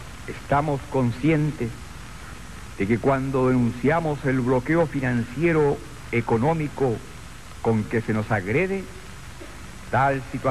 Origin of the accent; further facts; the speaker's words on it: Chile